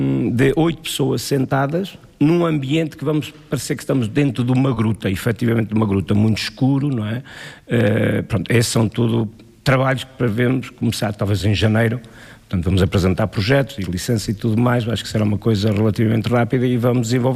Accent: Penalva do Castelo, Centro, Portugal; born there; also born or lived in Canada; Os meus pais são daqui do concelho, eu nasci no Canadá, os meus pais foram imigrantes, regressámos para cá com 8 anos, formei-me cá, tirei toda a formação cá, e eu costumo dizer que se alguém gosta de Penalva, ninguém gosta mais do que eu.

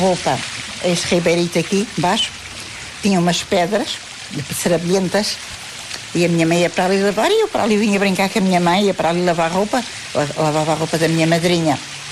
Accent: Loures, Lisbon, Portugal; born or raised there

